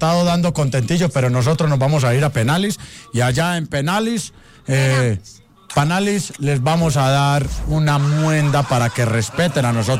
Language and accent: Spanish; Colombia; yo como buen colombiano, como buen patriota, mi amor